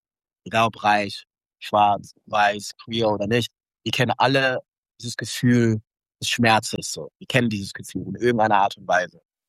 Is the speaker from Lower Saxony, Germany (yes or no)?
no; Cologne, North Rhine-Westphalia, Germany; Wir sind ja in Köln aufgewachsen, wir sind eine Kölner Band, wir haben sehr viel Zeit auch in Ehrenfeld verbracht